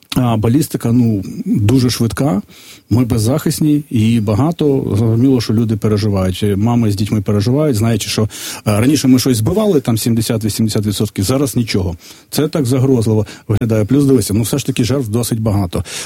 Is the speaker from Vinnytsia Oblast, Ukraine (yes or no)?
yes; Vinnytsia, Vinnytsia Oblast, Ukraine; moved away; Умовно, я ж родом з Вінниці, в мене там є, я вже давно не живу, там є якісь знайомі, друзі